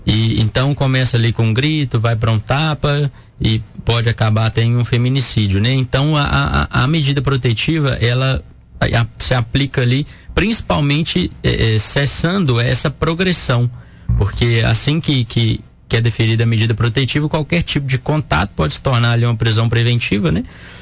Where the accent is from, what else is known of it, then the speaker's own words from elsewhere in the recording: Timóteo, Minas Gerais, Brazil; moved away as an adult; now in Ipatinga, Brazil; Eu nasci em Timóteo, né? Meu pai tem uma empresa lá. E até os 21 anos eu morei lá.